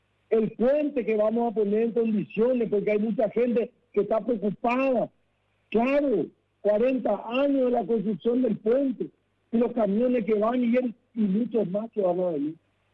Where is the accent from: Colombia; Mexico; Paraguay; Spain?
Paraguay